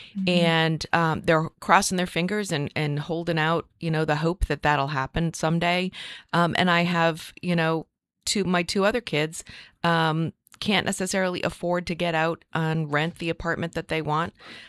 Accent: Nashua, New Hampshire, United States; I grew up in Nashua. I was lucky enough, my husband and I, when we were looking for a place to raise our family, I found a house three houses away from where I grew up.

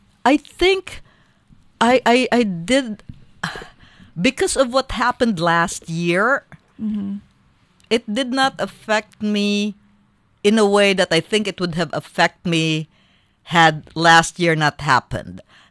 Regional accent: Philippines; now in United States; How I'm able to serve because I called the Philippines my home country.

